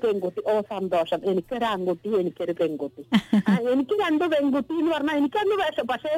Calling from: Cherpulassery, Kerala, India; ചെർപ്പളശ്ശേരി എന്നുള്ള സ്ഥലത്തുനിന്ന

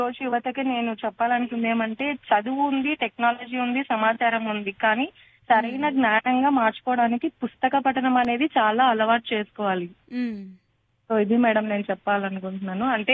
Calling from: Kurnool district, Andhra Pradesh, India; నేను కర్నూలు డిస్ట్రిక్ట్ నుంచి కాల్ చేస్తున్నాను.

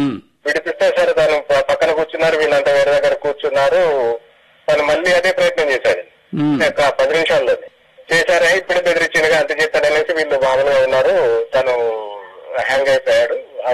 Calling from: Telangana, India; Sir, నేను కుట్రాల నుంచి call చేశాను సార్.

